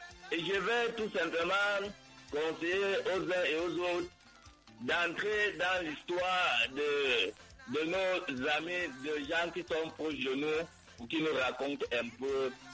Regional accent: Cameroon; moi, en tant que Camerounais, je les guette.

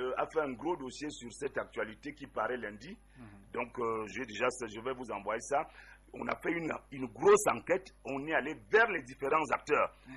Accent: Yaoundé, Centre, Cameroon; Moi, je suis né à Yaoundé, je suis autochtone de Yaoundé.

